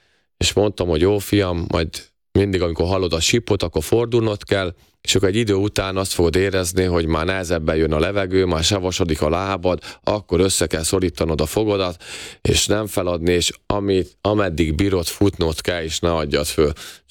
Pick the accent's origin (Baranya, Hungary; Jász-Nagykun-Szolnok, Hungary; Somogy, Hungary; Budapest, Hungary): Somogy, Hungary; Kaposvár; born there; Kaposváron születtem, és még 12 évesen az volt az álmom, hogy egyszer a Rákóczi-ba játszhassak